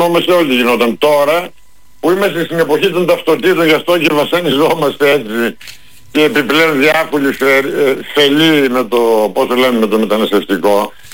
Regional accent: Macedonia, Greece; Τη Χαλκιδική την ξέρω λίγο καλύτερα από εκείνο, ως Μακεδόνας.

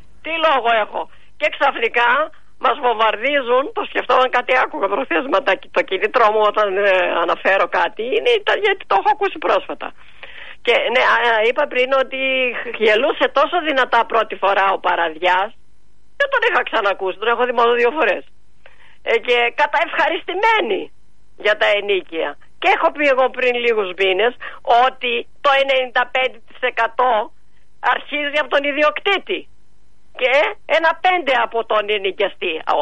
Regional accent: Metsovo, Epirus, Greece; ή εδώ στην πατρίδα μου στο Μέτσο

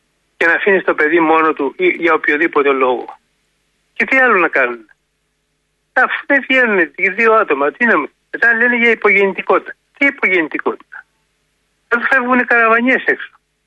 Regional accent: Gerolimenas, Peloponnese, Greece; Ακριβώς είμαι πάνω Μπουλαριούς και το επίνιό μας είναι απογειρολημένα.

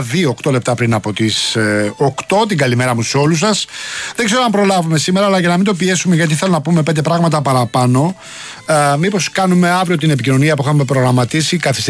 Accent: Rafina, Attica, Greece; εκεί στην πατρίδα μου, στο λιμάνι της Δραφίνας

